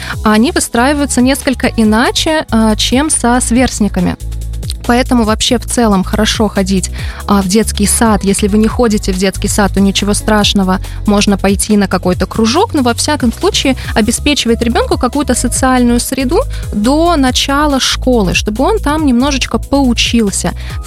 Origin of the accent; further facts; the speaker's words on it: Latvia; now in Cyprus; Вообще я из Латвии, так что на Кипре я у нас новенькая.